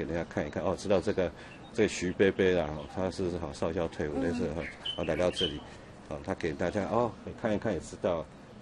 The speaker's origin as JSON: {"language": "Chinese", "region": "Taipei", "country": "Taiwan", "tie": "born or raised there", "said": "因为我们从小在这边出生，啊，我在这边住了60几年了，"}